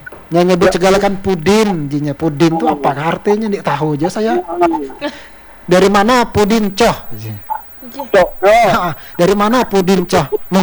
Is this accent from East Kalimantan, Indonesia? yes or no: yes; East Kalimantan, Indonesia; first language Kutai; kalau bahasa kami asli Kutai